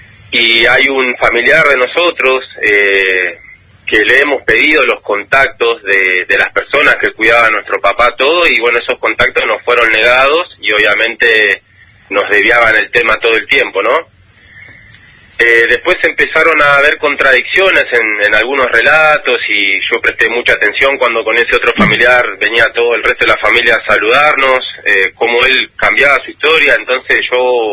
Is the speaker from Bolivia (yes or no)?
no; Buenos Aires, Argentina; yo soy acá de Boedo, en Capital Federal.